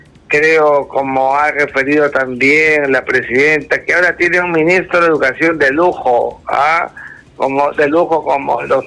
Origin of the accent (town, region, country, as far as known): Peru